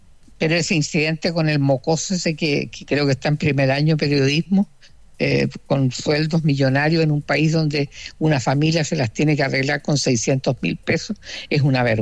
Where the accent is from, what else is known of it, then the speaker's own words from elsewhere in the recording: Puerto Montt, Los Lagos, Chile; born there; moved away; Yo tenía un departamento en Angelmó, me fui a mi tierra a tomar aire puro